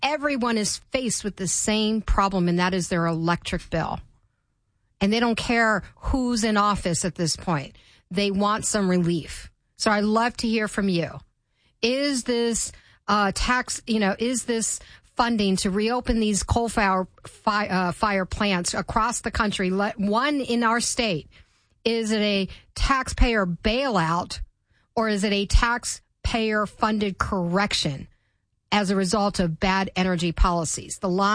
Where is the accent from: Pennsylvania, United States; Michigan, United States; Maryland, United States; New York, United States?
Maryland, United States; also born or lived in Florida / Virginia; As some of you may know, I grew up in Maryland. I graduated high school in Maryland, left for Florida, came back. And my husband works in Virginia. So back in 2024, the end of that summer, we moved to Virginia.